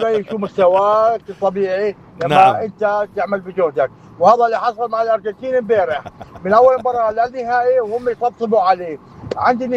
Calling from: Amman, Amman Governorate, Jordan; بشبهه بنظام دراسه التوجيهي من اول ابتدائي للتوجيهي عندنا بعمان.

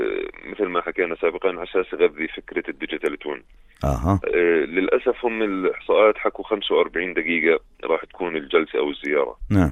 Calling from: Jordan; عندنا في الاردن

